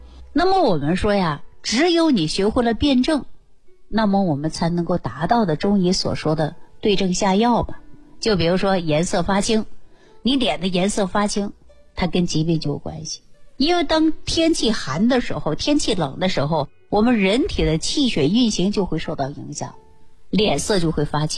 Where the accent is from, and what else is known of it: China